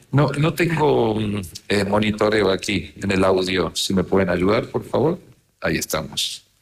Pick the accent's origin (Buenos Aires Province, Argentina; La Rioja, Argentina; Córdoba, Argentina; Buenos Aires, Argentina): Córdoba, Argentina; born there; Lo que está en el medio del país se llama Córdoba, esa es mi tierra de nacimiento